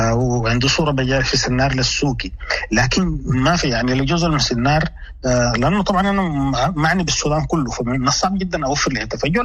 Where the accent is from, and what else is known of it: Sudan